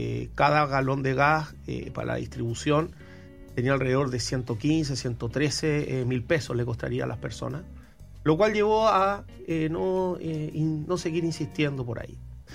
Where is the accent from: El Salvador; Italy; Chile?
Chile; una serie de iniciativas públicas que todos nosotros como chilenos teníamos que financiar